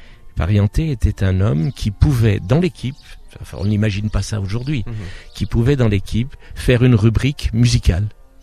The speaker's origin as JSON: {"language": "French", "town": "Jœuf", "region": "Grand Est", "country": "France", "tie": "born or raised there", "also_born_or_lived": "Metz", "said": "j'ai passé mon enfance à Jeuf. Moi je suis un enfant issu de la sidérurgie, hein, puisque mon père était travaillé au laminoir"}